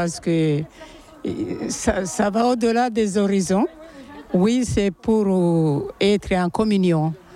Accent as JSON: {"language": "French", "town": "Mayenne", "region": "Pays de la Loire", "country": "France"}